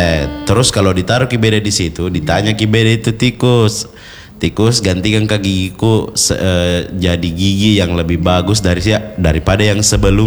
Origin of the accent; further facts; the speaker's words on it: Pinrang, South Sulawesi, Indonesia; Orang Pindrang saya.